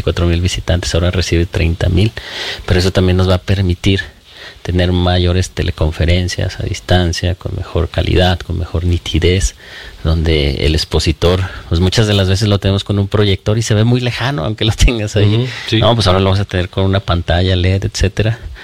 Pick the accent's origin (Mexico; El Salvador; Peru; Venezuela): Mexico; Jerez, Zacatecas; yo soy de Jerez